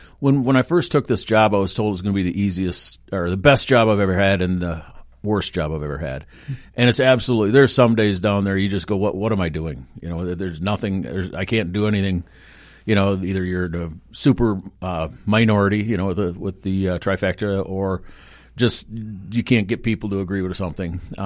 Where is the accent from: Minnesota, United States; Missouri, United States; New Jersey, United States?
Minnesota, United States; Randolph; moved away as an adult; also born or lived in Atlanta / Virginia Beach; now in Bemidji area, Minnesota, United States; I'm originally from southern Minnesota, a little town called Randolph, down by Northfield. We were raised on a farm.